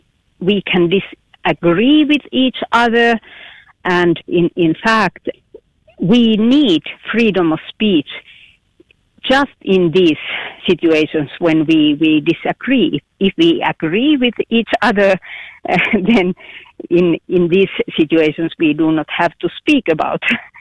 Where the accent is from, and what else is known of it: Finland